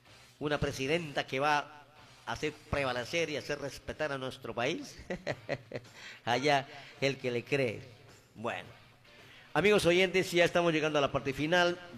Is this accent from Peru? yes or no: yes; Peru; especialmente a mi pueblo peruano, porque soy peruano.